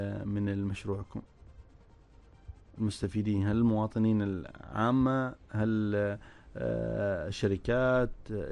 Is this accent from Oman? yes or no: yes; Oman; هل عندنا بالفعل في عمان أماكن مفتوحة للخيار بكميات كبيرة